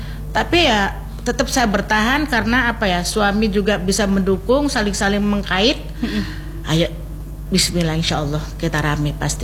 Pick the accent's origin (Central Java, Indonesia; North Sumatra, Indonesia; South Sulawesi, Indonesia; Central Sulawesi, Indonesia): South Sulawesi, Indonesia; Makassar; Kita orang Makassar kan identik dengan jeruk nipis. Dari situlah awal mulanya kami. Orang Makassar sama orang Jawa kan beda